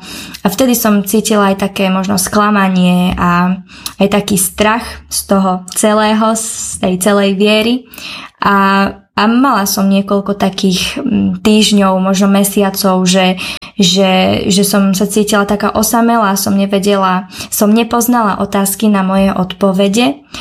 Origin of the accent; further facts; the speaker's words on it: Nové Zámky, Nitra Region, Slovakia; born there; now in Bratislava, Slovakia; vyrastala som ako jedináčik v kresťanskej rodine. Narodila som sa v Nových Zámkoch, potom sme sa presťahovali do iného mesta a teraz bývam už pomaly 8 či 9 rok v Bratislave.